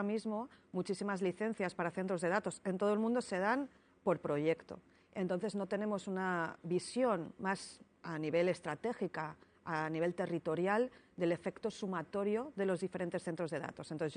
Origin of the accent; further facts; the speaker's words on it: Spain; Se echa de menos en lugares como en España, de donde yo soy.